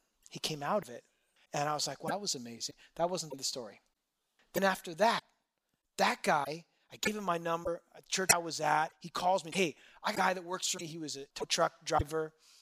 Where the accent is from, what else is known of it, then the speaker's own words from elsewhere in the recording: United States; We grew up in Orange County.